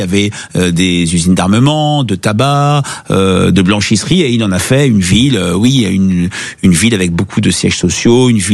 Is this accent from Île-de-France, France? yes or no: yes; Issy-les-Moulineaux, Île-de-France, France; moi, j'ai grandi à Issy-les-Moulineaux